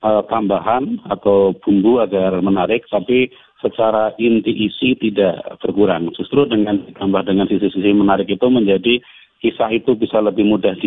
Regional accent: Banyumas, Central Java, Indonesia; born there; tanah kelahiran kami

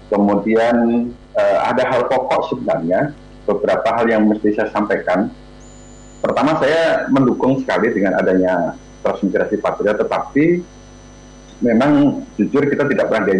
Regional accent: Sintang, West Kalimantan, Indonesia; also born or lived in Banyuwangi, East Java; Saya asli dari Banyuwangi. pos migrasi tahun 82 di Kabupaten Sintang, Kalimantan Barat. Jadi kebetulan kalau saya ini mungkin karena dari bahasanya dari bayi sudah di Kalimantan

